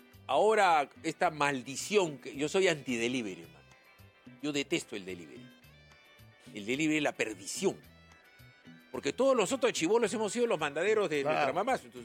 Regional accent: Lima, Peru; Yo soy, bueno, nacido en provincia, me criaron en Lima.

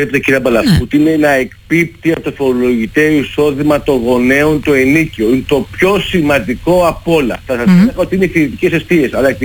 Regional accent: Greece

